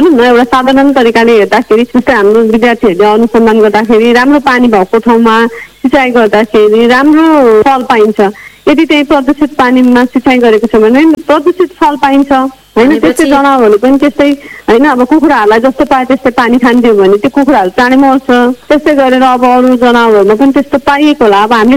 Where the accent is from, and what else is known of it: Kathmandu, Bagmati, Nepal; born there